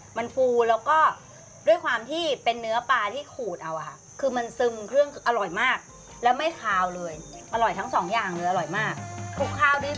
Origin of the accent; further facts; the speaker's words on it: Southern Thailand, Thailand; ไม่ได้เราเป็นคนใต้